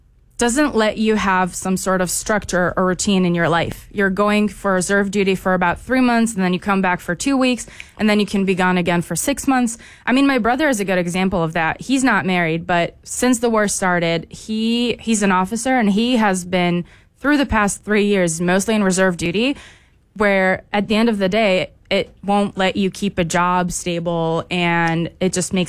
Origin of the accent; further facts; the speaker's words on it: Israel; I think that initially I always hesitate saying confidently that I'm from Israel.